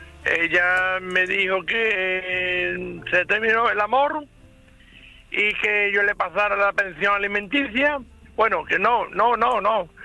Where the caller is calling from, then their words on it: Andalusia, Spain; Yo venía de mi pueblo a Coria del Río.